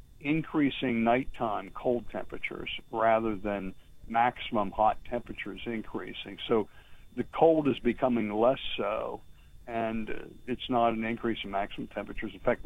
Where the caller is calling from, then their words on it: Florida, United States; I'm calling you from Florida. We don't call that hot. We call it nice and warm.